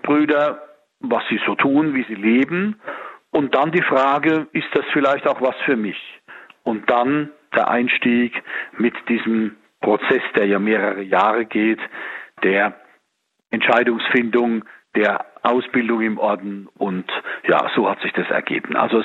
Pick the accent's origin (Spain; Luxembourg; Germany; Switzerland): Germany; Rhineland-Palatinate; die ich kennengelernt habe schon in meiner Heimat, in der Diözese Speyer in der Nähe von Ludwigshafen am Rhein, wo wir einen Konvent haben